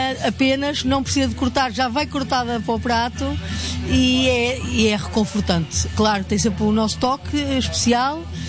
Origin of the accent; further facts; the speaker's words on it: Norte, Portugal; eu sou do Norte